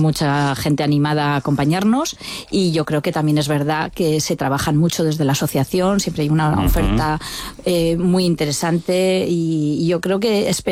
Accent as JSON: {"language": "Spanish", "country": "Spain", "said": "Bueno, ya sabes, somos españoles."}